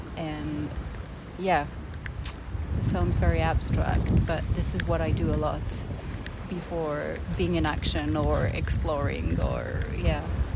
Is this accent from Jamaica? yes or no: no; France; now in London, United Kingdom; I'm partly from North Africa, from Morocco, and but then I grew up in France. Then I left France also a long time ago, and I've been living in Atlantic worlds for a long time. In London